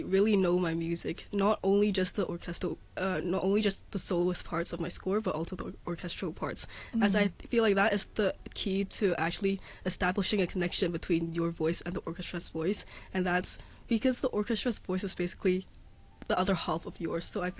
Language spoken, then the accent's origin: English; Hong Kong; as growing up in Hong Kong, it has always been my lifelong dream of collaborating with one of the local professional orchestras